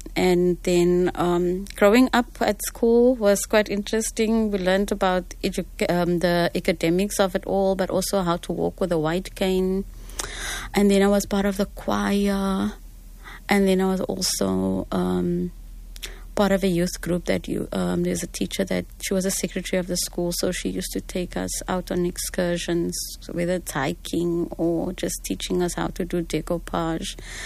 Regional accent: Wellington, Western Cape, South Africa; growing up in Wellington, it was hot

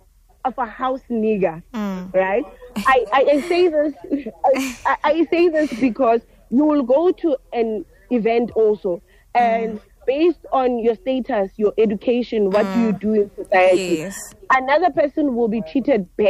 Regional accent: South Africa; we as South African Muslims need to take the time

